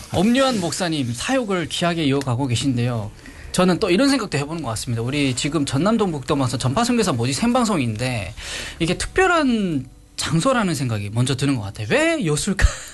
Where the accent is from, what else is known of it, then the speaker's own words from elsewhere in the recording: North Korea; moved away; 진행자인 저도 새터민입니다.